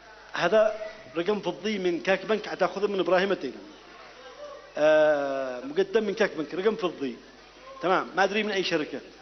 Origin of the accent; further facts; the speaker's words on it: Yemen; كل واحد واحده يحمد الله انه يمني